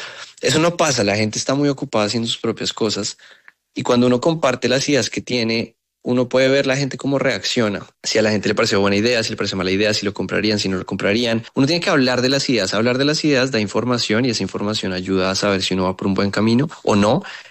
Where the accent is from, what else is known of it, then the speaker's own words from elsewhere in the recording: Colombia; Eso es algo que tenemos que hacer cada vez más como colombianos.